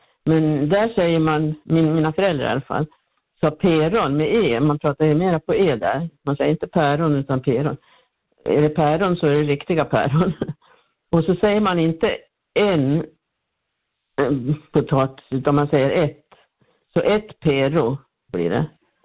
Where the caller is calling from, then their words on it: Österbybruk, Uppsala County, Sweden; Hej, jag är från Österbybruk, från nordöstra Uppland.